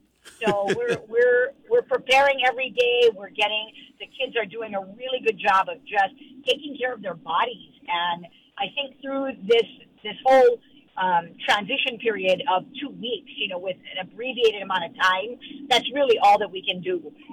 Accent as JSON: {"language": "English", "town": "Pearl City", "region": "Hawaii", "country": "United States", "tie": "born or raised there", "said": "I believe that as a local girl myself, you know, growing up in Pearl City, knowing the struggles of trying to get exposure"}